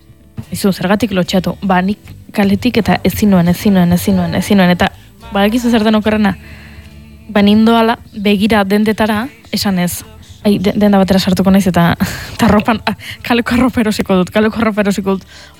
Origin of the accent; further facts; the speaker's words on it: Tolosa, Basque Country, Spain; Eta ni Tolosarra naiz, mozorrotzea gustatzen zait, inauteriako dakizue garrantzitsuak direla guretzat